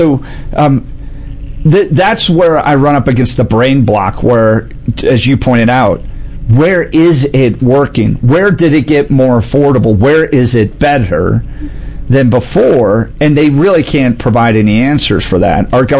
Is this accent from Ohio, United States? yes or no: no; Colorado, United States; I grew up in Colorado.